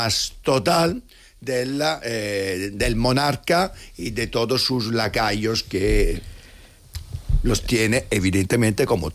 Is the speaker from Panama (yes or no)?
no; Spain; yo fui crítico, como muchos españoles